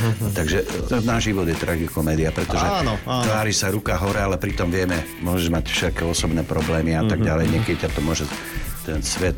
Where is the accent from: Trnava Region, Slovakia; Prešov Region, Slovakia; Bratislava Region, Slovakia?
Bratislava Region, Slovakia; Bratislava; aj to, že som vyrastal tu v Bratislave